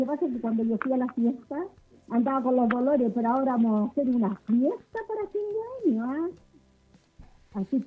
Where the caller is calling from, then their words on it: Chile; como todo chileno, me gusta que me agarren palecido y yo me enojo.